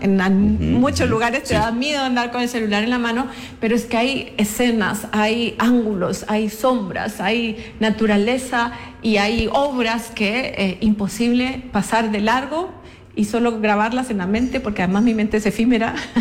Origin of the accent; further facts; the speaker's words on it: Chile; Yo, pues, crecí en Chile y realmente el tema sísmico allá es tremendamente riguroso, ¿no?